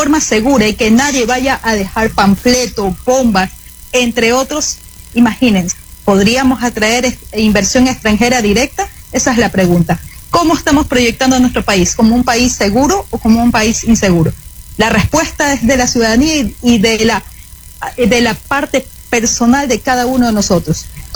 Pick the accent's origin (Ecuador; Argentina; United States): Ecuador; Eso tenemos que tenerlo claro como ecuatoriano